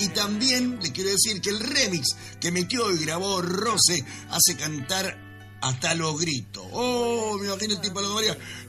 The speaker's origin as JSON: {"language": "Spanish", "region": "Buenos Aires", "country": "Argentina", "said": "Me presento … soy de Tonsky, en Buenos Aires."}